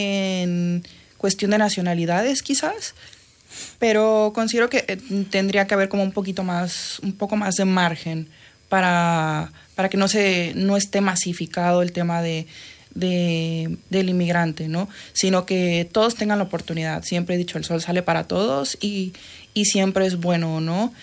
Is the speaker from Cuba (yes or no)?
no; Mexico; now in Spain; Al menos hablando yo como mexicana, sí he sentido mucha calidez por parte de la comunidad española.